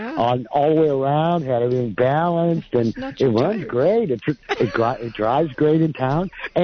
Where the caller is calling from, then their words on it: Santa Cruz, California, United States; from Santa Cruz.